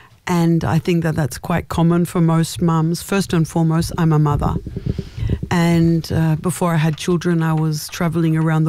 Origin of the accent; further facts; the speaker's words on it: Australia; us Australians are very receptive to different influences